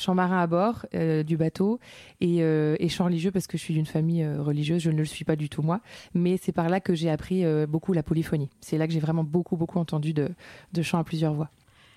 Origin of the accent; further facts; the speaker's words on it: Lorient, Brittany, France; moi je viens de Bretagne, j'ai grandi à Lorient et donc je me sens profondément porteña, comme on dit en espagnol, c'est-à-dire habitante d'un port.